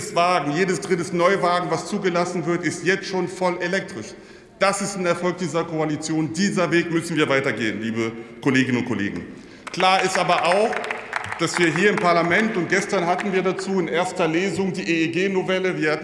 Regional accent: Saxony-Anhalt, Germany; aus meiner Heimat, aus Sachsen-Anhalt, wo ich aufgewachsen bin

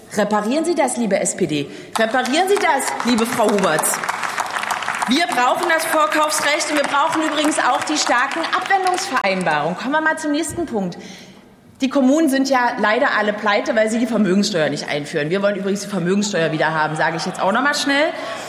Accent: Berlin, Germany; Als Berlinerin bin ich da natürlich leidgeprüft.

